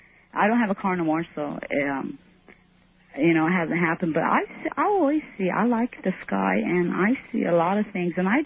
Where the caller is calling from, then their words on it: Merced, California, United States; Hi, I'm calling from Merced, California.